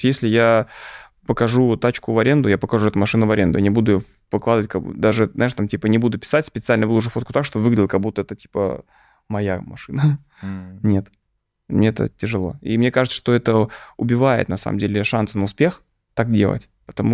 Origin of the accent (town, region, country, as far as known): Moscow, Russia; born or raised there